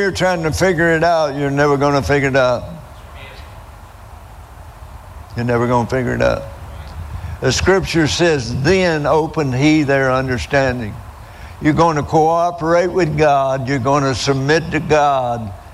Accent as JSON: {"language": "English", "region": "Alabama", "country": "United States", "said": "I'm from Alabama and proud of it."}